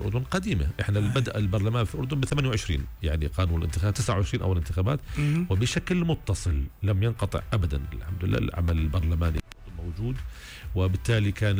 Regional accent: Sousse, Sousse Governorate, Tunisia; يعني إحنا من سوسة على سبيل المثال

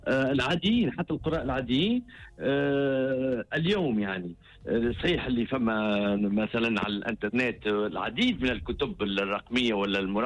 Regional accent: Tunisia; احنا في علاقتنا كتوانسة

